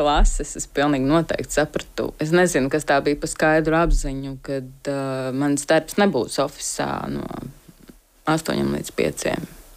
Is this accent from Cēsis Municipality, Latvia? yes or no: yes; Cēsis, Cēsis Municipality, Latvia; Cēsis. Esmu Cēsu, nāku no Cēsīm.